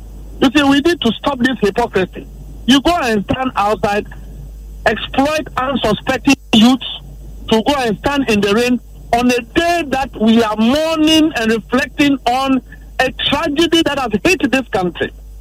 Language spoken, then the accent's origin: English; Ghana; It doesn't reflect our culture as a Ghanaian.